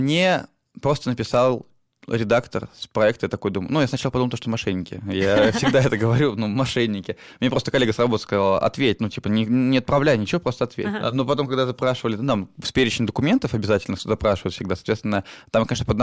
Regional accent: Sebezh, Pskov Oblast, Russia; А Себеж я объяснял, что это граница Беларуси, России и Латвии. И мне говорили, а ты откуда? С Беларуси, с Латвии или с Россией? Я говорю, блин, соответственно.

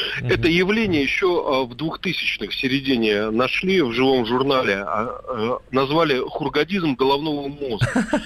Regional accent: Saint Petersburg, Russia; Я вырос в Ленинграде

